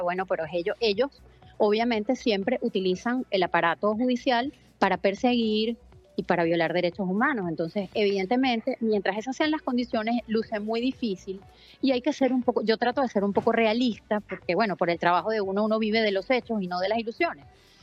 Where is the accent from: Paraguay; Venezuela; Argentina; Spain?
Venezuela